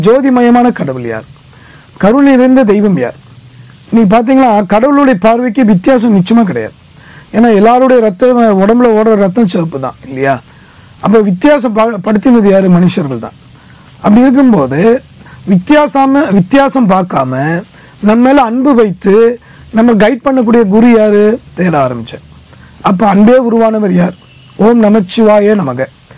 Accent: Chennai, Tamil Nadu, India; நான் சென்னையில் பிறந்தவன்.

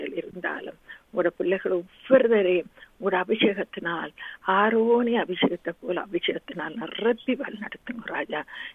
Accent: Sri Lanka; moved away; நாங்கள் பிறந்து வளர்ந்த தேசத்துக்காக, அந்த சிறிய இலங்கை தீவுக்காக

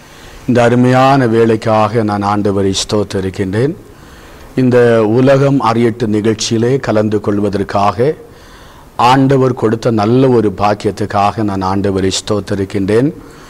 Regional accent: Kollencode, Tamil Nadu, India; நாங்கள் இந்து குடும்பத்திலே பிறந்து வளர்ந்தவர்கள். நான் பிறக்கும்போதே இந்து குடும்பம் கொல்லங்கோடு பகுதியிலே, சிறுவைபுரம் பகுதியிலே, அந்த இடத்துல எங்களுக்கு சொந்த ஒரு கோவில் உண்டு. எங்கள் அப்பா பூஜாரி, நான் இரண்டாவது பூஜாரியாக வளர்ந்தேன்.

